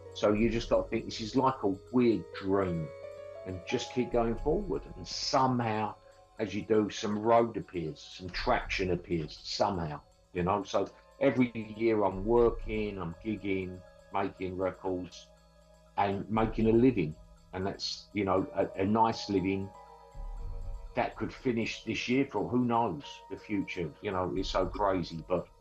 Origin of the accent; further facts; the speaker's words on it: London, United Kingdom; I grew up in the East End of London. It's pretty tough.